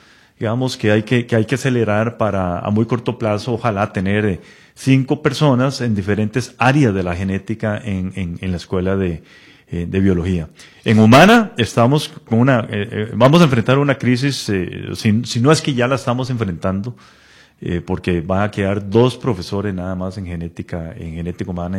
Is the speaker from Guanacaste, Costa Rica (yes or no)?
no; Sabanilla, San José, Costa Rica; Yo soy de Sabanilla y Montes de Oca.